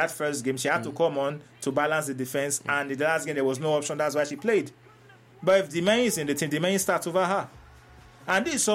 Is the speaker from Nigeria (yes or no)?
yes; Nigeria; I'm a Nigerian.